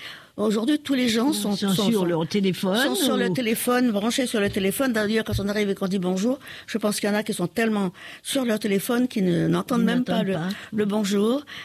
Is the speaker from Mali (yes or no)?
no; Les Avirons, Réunion; now in Saint-Denis, Réunion